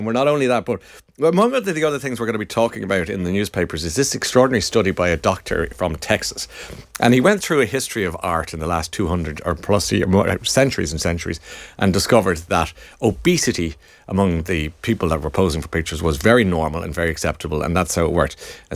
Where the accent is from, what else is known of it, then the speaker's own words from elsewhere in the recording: Ireland; as an Irish man with Irish skin